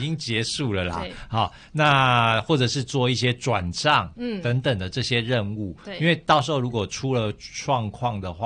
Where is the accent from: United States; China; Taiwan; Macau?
Taiwan; 对于我们台湾人来讲